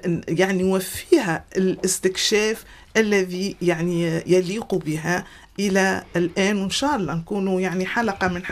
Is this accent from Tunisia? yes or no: yes; Tunisia; وإحنا كتونسيين وكتونسيات